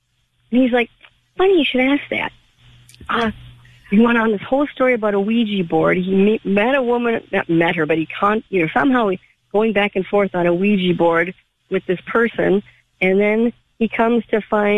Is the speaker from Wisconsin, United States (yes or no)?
yes; Madison, Wisconsin, United States; I grew up in Madison, Wisconsin